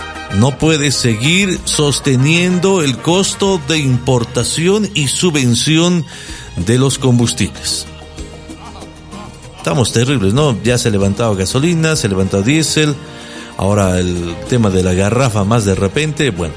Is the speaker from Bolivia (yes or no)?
yes; Bolivia; todos somos bolivianos